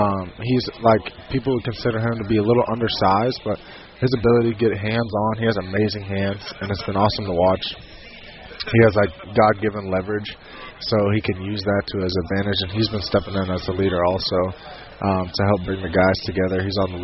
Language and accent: English; Lawrence, Kansas, United States; Yeah, you know, that was a hard one for me growing up in Lawrence